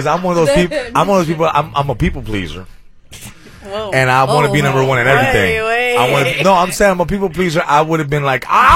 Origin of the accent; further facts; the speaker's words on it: San Fernando, California, United States; growing up in San Fernando, where I was a young child, mm-hmm, it was all over the place. Yeah. You know, I grew up right near San Fernando Mission Lord Canyon.